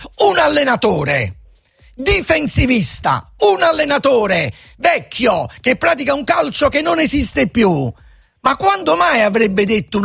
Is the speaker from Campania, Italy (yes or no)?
yes; Naples, Campania, Italy; lì proprio non ci appartiene come popolo napoletano.